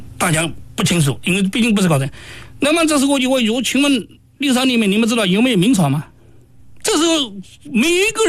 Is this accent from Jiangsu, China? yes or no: yes; Nanjing, Jiangsu, China